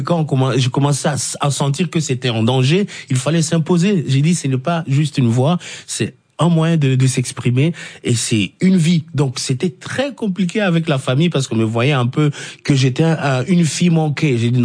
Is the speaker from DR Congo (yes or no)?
yes; Kolwezi, Lualaba, DR Congo; moved away; entre moi de venir de Kolwezi, ma ville natale, jusque en Europe, en Belgique, France, ça a été un chemin.